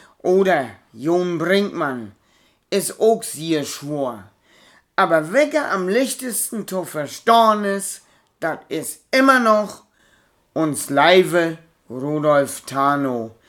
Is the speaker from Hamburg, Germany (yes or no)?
no; Mecklenburg-Vorpommern, Germany; Also blieben wir mal hier bei uns in Mecklenburg-Vorpommern.